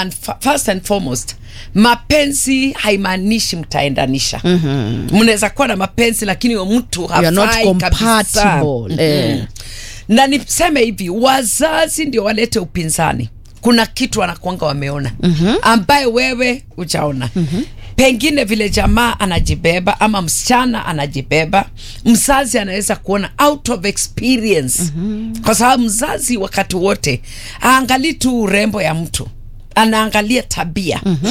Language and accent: Swahili; Kitale, Trans-Nzoia County, Kenya; hasa kule kwetu Kitale.